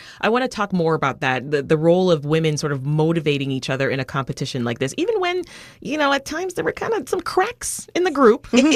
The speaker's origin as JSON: {"language": "English", "country": "Canada", "said": "I'm Canadian"}